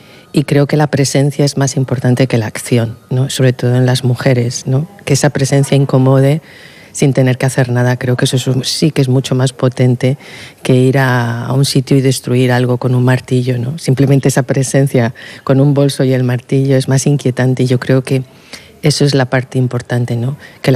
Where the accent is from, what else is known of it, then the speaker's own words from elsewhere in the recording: Madrid, Community of Madrid, Spain; moved away as an adult; also born or lived in United Kingdom; yo soy madrileña, pero vivo 15 años en el Reino Unido, y a mi vuelta a España estoy a punto de cumplir los 40 años